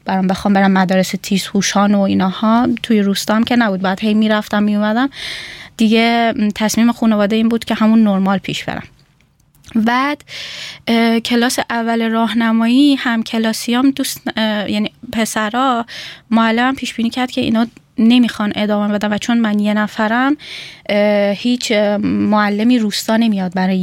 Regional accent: Iran; moved away as an adult; now in Germany; اول قرار بود که در مورد زندگیم تو ایران توضیح بدم

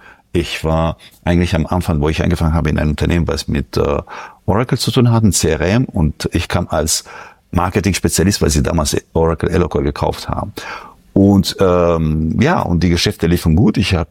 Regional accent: France; German is a second language; moved away as an adult; now in Germany; ich komme aus Frankreich

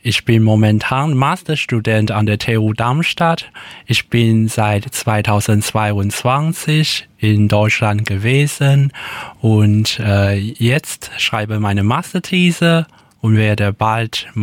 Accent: Taiwan; accent: Taiwanese Hokkien; first language Taiwanese Hokkien; German is a second language; moved away; meine Familie sprechen Taiwanesisch, also Fukien und es gibt so viele unterschiedliche Aussprache, wie zum Beispiel Wasser auf Mandarin ist Shui, aber auf meinem Dialekt Hokkien ist Zui.

